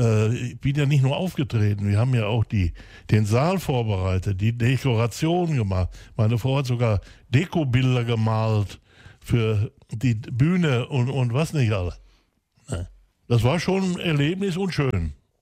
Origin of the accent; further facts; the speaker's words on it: Hamm, North Rhine-Westphalia, Germany; Ich bin gebürtiger Bockumhöhler, da wo ich jetzt wieder bin